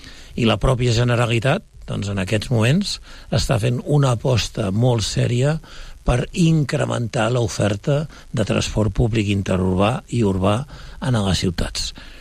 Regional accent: Sabadell, Catalonia, Spain; Els valors, diria, com a sabadellenc i també com a valors de família.

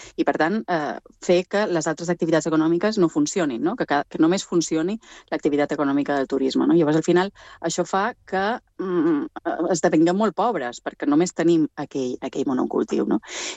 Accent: Mallorca, Balearic Islands, Spain; jo venc de Mallorca

